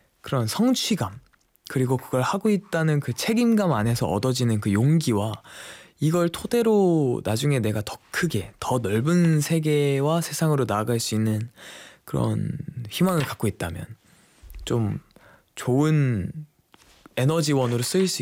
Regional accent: Cheonan, South Chungcheong, South Korea; moved away; 저도 되게 천안이 가끔은 그립습니다. 언젠가 또 제 고향에 갈 수 있는 날이 오기를 바라면서

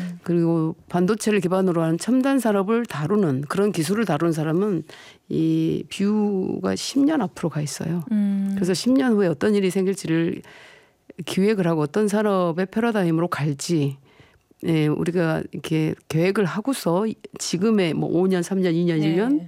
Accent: Honam, South Korea; 제가 무슨 호남 출신이라서

